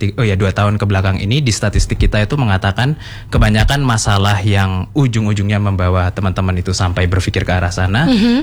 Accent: Java, Indonesia; saya orang Jawa jadi taunya cuma budaya Jawa.

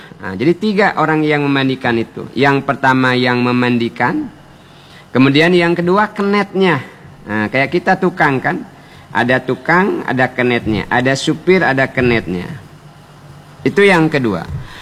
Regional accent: Bangka Belitung Islands, Indonesia; Kalau kata kita orang Bangka, bedaruk.

